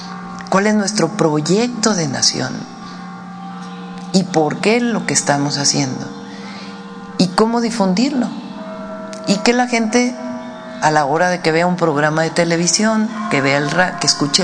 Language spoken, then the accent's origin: Spanish; Mexico; pero lo que más creo que debe interesarnos como mexicanas y mexicanos es cómo opera la propagación de estas noticias.